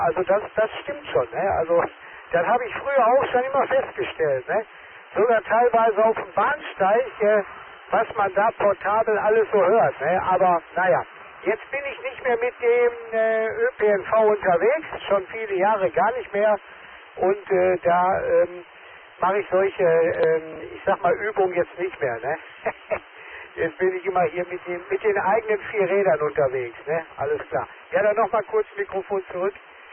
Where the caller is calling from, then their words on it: Essen, North Rhine-Westphalia, Germany; aus Essen hier.